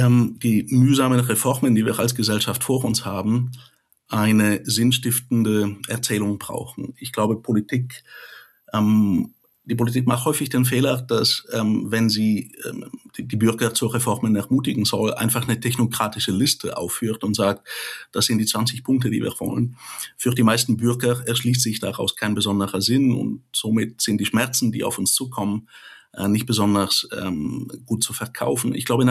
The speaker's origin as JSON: {"language": "German", "country": "Bulgaria", "tie": "born or raised there", "said": "Wenn ein Land wie meine Heimat Bulgarien Trabi-artige Preise, also sehr niedrige Steuer, den Menschen abverlangt"}